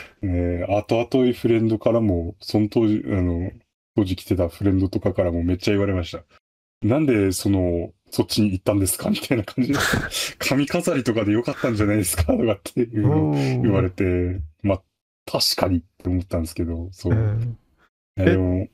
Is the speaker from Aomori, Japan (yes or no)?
yes; Aomori, Japan; 自分の出身県青森県だし。